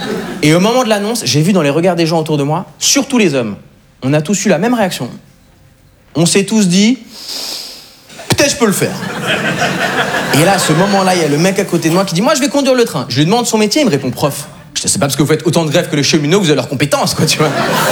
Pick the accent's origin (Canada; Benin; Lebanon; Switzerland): Switzerland; moved away as an adult; now in France; Je suis pas parisien, je suis pas français. Moi, en réalité, je suis suisse.